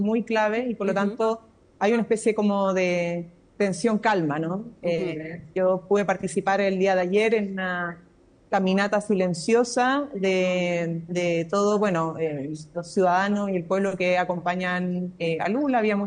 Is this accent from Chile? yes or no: yes; Chile; Nosotros en Chile somos parte de América Latina